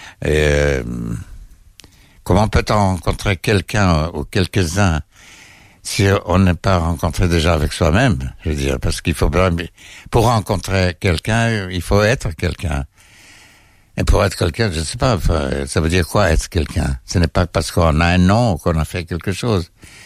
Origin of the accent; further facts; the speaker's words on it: Haifa, Haifa District, Israel; moved away; Depuis Haïfa, oui. Enfin, Haïfa, c'est ma ville natale